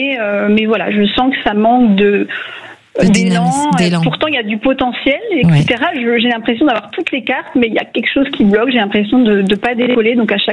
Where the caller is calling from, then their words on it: Brittany, France; De la région rennaise.